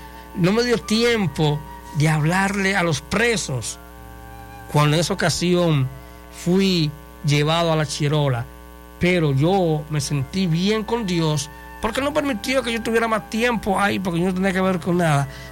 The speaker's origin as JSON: {"language": "Spanish", "country": "Dominican Republic", "said": "yo vengo desde República Dominicana y ando en vacaciones"}